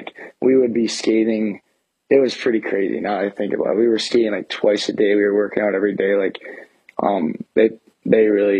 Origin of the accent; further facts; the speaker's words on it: Baxter, Minnesota, United States; I'm from Baxter, Minnesota.